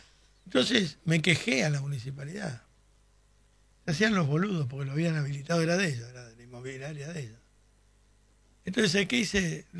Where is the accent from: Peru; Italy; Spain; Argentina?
Italy; Calabria; Bueno, yo soy de la Calabria.